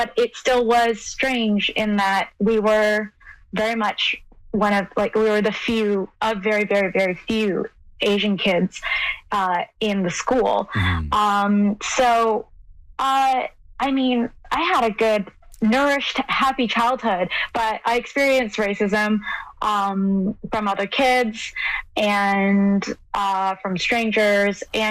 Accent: Guelph, Ontario, Canada; Well, I grew up in Guelph, Ontario, and my cousins lived down the street and my grandmother lived down the street.

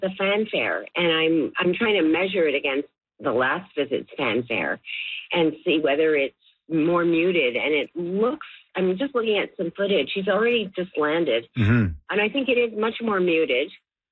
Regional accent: Canada; Being Canadian, we've all suffered too.

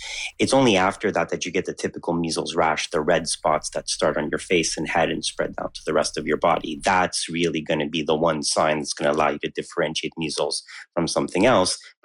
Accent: Canada

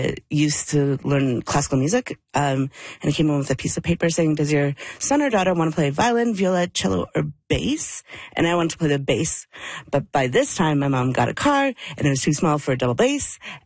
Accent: Edmonton, Alberta, Canada; when I grew up in Edmonton

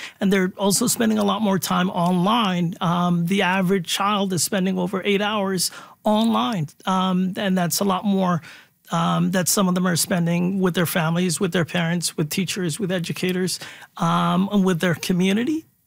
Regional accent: Canada; as a Canadian society

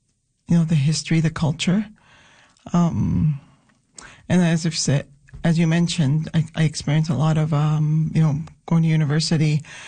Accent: Shagit, Quebec, Canada; first language Innu; English is a second language; course, my background, I come from a small community in Shagit. Grew up in Shagit, and I speak Innu. My first language is Innu.

